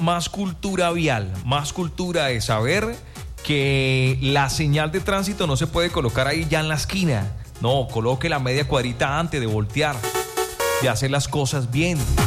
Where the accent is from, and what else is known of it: Cúcuta, Norte de Santander, Colombia